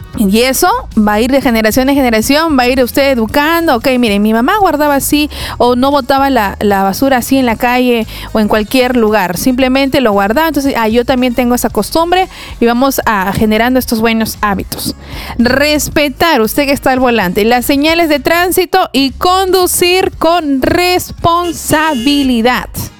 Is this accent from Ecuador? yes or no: no; Peru; cada uno responsable como buen ciudadano peruano podemos hacer para mejorar nuestro país.